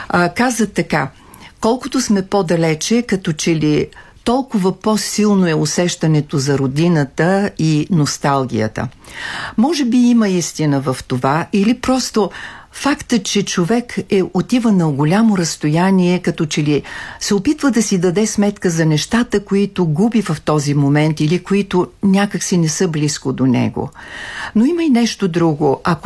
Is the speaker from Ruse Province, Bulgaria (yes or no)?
yes; Ruse, Ruse Province, Bulgaria; аз съм от Русе и от 2 или 3 дни съм тук в София.